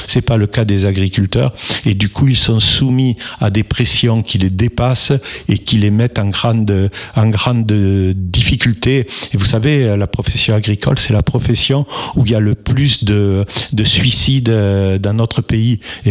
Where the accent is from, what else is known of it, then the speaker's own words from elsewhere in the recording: Mirepoix, Occitanie, France; Vous savez, je suis de Mirepoix, oui.